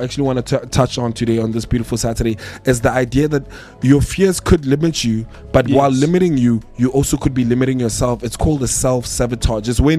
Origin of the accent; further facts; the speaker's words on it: Pretoria, Gauteng, South Africa; accent: Mamelodi Tswana; Now I'm from Mamelodi. So obviously, my Tswana is a bit like, you know, Kemostrateng, Joe.